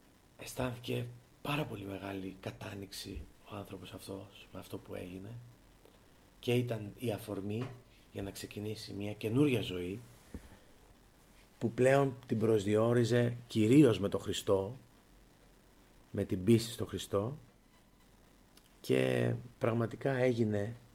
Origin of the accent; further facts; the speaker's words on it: Attica, Greece; born there; Θα σας πω κάτι από από την πατρίδα μου. Υπάρχει μια περιοχή, ένας δρόμος που ενώνει τα Μέγαρα με την Μάνδρα, την Ελευσίνα